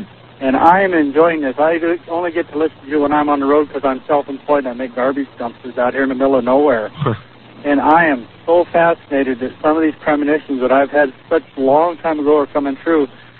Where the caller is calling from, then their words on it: South Dakota, United States; out in the middle of the South Dakota prairie.